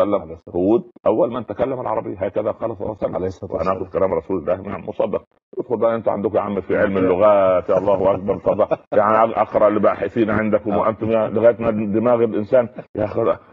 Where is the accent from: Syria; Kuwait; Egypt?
Egypt; احنا يعني الناس المصريين